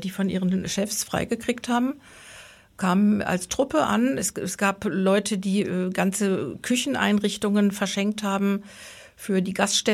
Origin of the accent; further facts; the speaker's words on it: North Rhine-Westphalia, Germany; born there; now in Eisenach, Germany; Ich bin nicht gebürtig aus Tübingen, sondern aus dem Ruhrgebiet. Da lege ich auch allergrößten Wert drauf